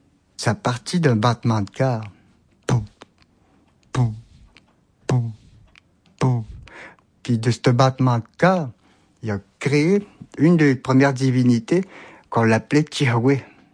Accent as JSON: {"language": "French", "town": "Pessamit", "region": "Quebec", "country": "Canada", "tie": "born or raised there", "said": "Je suis natif de Pessamit."}